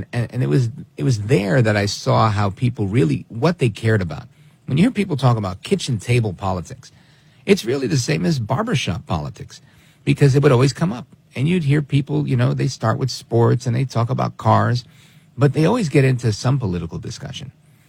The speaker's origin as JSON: {"language": "English", "town": "Brooklyn", "region": "New York", "country": "United States", "tie": "born or raised there", "moved": "yes", "lives_now": "Hudson County, United States", "said": "I grew up in Brooklyn, New York, moved to Hudson County, New Jersey, right over the Hudson River."}